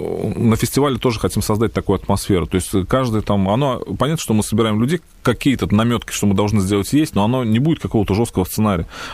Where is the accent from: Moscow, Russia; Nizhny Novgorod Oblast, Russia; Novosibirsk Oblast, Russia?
Nizhny Novgorod Oblast, Russia; Nizhny Novgorod; ну, условно, в городе Нижний Новгород, откуда я родом